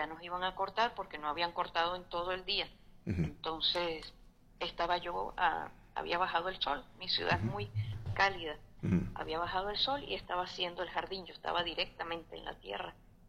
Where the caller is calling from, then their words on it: Aragua, Venezuela; Y en mi ciudad, que es el municipio Girardot